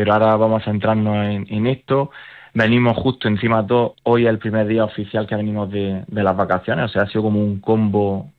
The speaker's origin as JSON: {"language": "Spanish", "town": "Motril", "region": "Andalusia", "country": "Spain", "said": "por mi tierra, por Motril"}